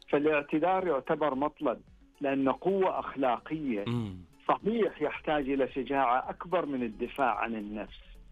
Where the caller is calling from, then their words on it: Eastern Province, Saudi Arabia; من الشرقية.